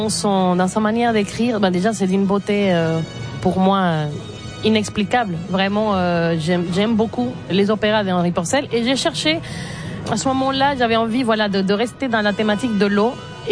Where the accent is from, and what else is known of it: Venezuela; born or raised there; moved away as an adult